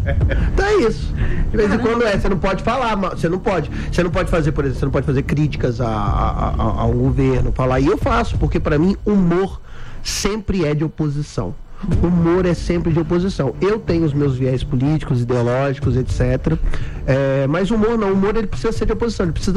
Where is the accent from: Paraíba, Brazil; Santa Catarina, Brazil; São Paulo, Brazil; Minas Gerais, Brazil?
Minas Gerais, Brazil; Guarani; E eu doei tudo pra Guarani, minha cidade natal. Bonitinho. É, tem 9 mil habitantes.